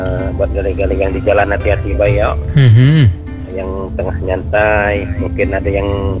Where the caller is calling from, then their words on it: Bangka Belitung Islands, Indonesia; Kita orang Bangka